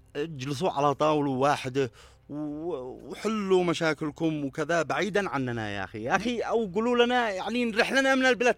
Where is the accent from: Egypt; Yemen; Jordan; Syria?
Yemen; على بلادنا اليمن